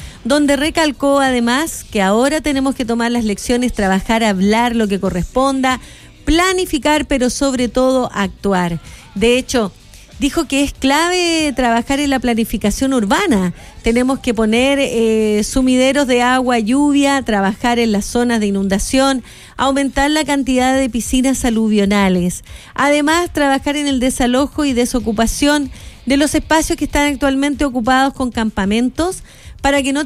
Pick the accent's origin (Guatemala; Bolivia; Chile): Chile; north; Estructuralmente no estamos preparados, somos el norte de Chile